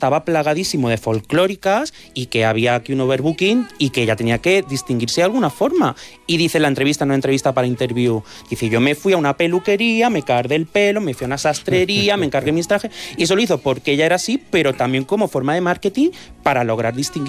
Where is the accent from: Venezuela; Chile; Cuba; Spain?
Spain; Andalusia; porque yo soy andaluz, sí, o sea que llevaba como muy en la sangre esto de del folclore